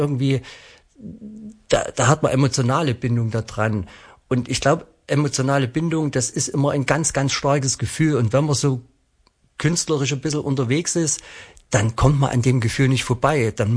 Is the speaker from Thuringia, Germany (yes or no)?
no; Plauen, Saxony, Germany; also born or lived in Chemnitz; Heimat ist halt das Vogtland, ja, ich komme aus Blauen, genau.